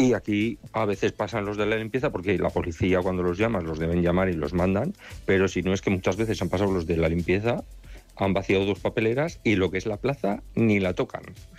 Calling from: Zaragoza, Aragon, Spain; de Zaragoza

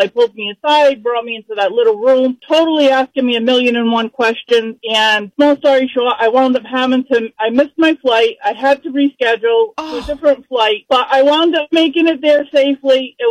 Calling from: Westport, Massachusetts, United States; I am calling from Westport, Massachusetts.

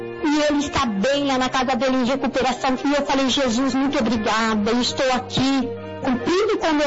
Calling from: Piracicaba, São Paulo, Brazil; sou da cidade de Piracicaba.

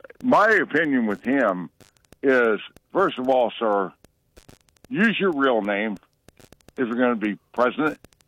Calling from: Ohio, United States; we're Ohioans

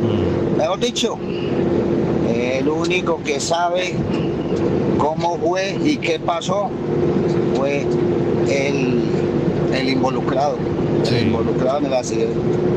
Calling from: Valle del Cauca, Colombia; de el Valle del Cauca.

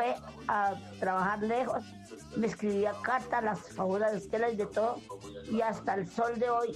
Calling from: Pacho, Cundinamarca, Colombia; Soy de Pacho con una marca

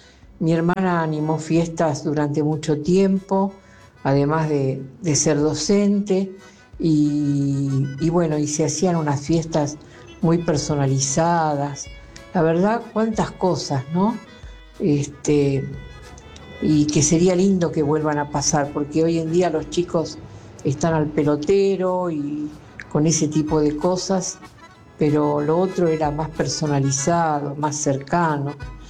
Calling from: Buenos Aires, Argentina; de Coghlan.

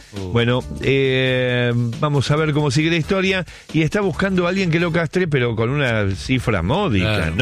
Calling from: Santa Cruz, Argentina; de Santa Cruz.

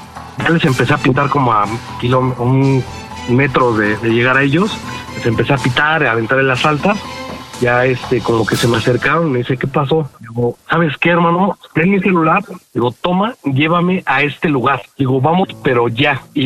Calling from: Mexico City, Mexico; De la poderosísima CDMX.

